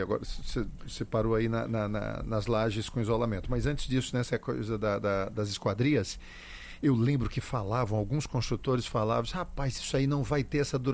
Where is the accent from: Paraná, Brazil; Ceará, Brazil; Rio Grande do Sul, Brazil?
Ceará, Brazil; also born or lived in Fortaleza; Eu nasci em Fortaleza, mas eu me criei todo no interior. Pronto. 3 meses de idade eu estava no interior.